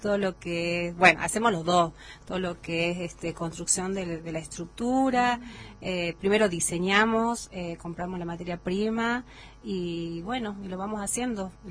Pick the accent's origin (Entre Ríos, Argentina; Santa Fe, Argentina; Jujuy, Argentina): Jujuy, Argentina; Yuto; now in Perico, Argentina; yo soy de Yuto, vivo en Perico ya hace muchos años